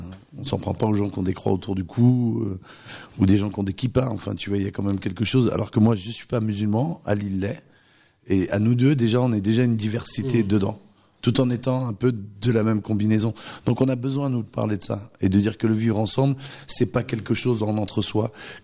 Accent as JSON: {"language": "French", "region": "Pays de la Loire", "country": "France", "tie": "born there", "said": "moi, je suis né dans le Maine-et-Loire"}